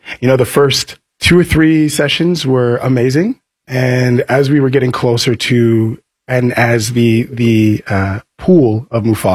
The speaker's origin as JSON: {"language": "English", "town": "Toronto", "region": "Ontario", "country": "Canada", "said": "I am from Toronto, Ontario, Canada."}